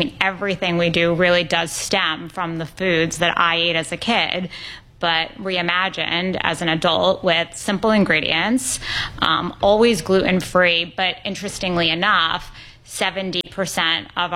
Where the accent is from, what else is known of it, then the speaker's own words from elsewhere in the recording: New York City, New York, United States; I grew up in New York City. My family owned restaurants, and from a very early age, I was a foodie.